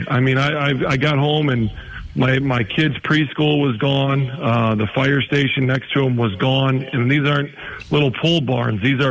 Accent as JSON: {"language": "English", "town": "Appleton", "region": "Wisconsin", "country": "United States", "tie": "born or raised there", "said": "I love being from Wisconsin. I love being, you know, growing up in Appleton. I love being a part of this community."}